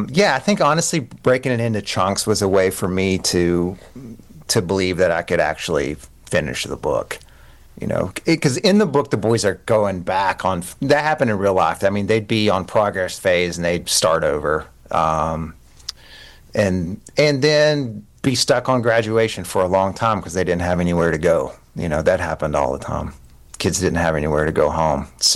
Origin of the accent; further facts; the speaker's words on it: Kentucky, United States; I grew up in Eastern Kentucky